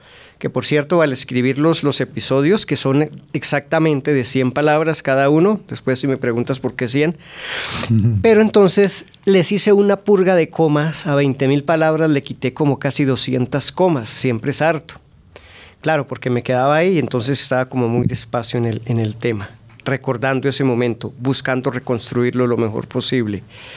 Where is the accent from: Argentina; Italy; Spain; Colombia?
Colombia; Siachoque, Boyacá; Sí, sí, soy de Siachoque. Mi mamá es de Siachoque, mi abuelo y los antepasados de mi abuelo, quién sabe hasta qué